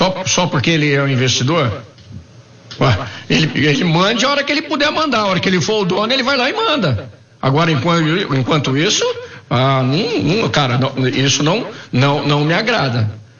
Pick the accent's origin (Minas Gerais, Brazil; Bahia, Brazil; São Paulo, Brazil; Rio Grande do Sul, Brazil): São Paulo, Brazil; Campinas; Eu, como campineiro, posso falar nisso.